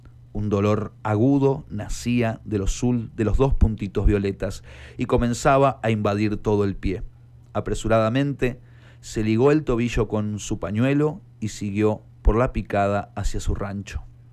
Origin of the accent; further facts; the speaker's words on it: Entre Ríos, Argentina; moved away; yo, que soy de Entre Ríos